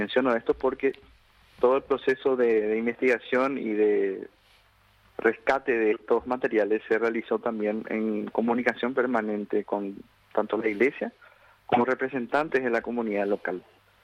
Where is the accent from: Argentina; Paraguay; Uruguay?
Paraguay; como a todos nosotros como paraguayos y paraguayas.